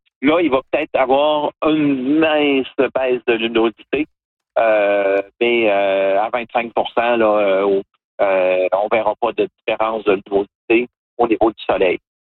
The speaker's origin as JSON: {"language": "French", "region": "Quebec", "country": "Canada", "said": "On est 13 Québécois"}